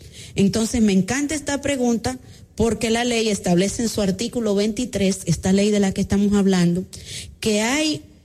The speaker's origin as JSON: {"language": "Spanish", "country": "Dominican Republic", "said": "aportaciones de impuestos que damos como ciudadanos dominicanos."}